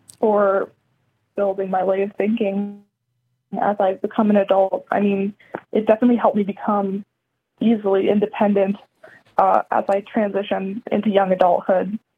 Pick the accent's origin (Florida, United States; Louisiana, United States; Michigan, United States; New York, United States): Michigan, United States; Frankfort; also born or lived in Traverse City, Michigan; my hometown, and I grew up in Frankfort before I moved to Traverse City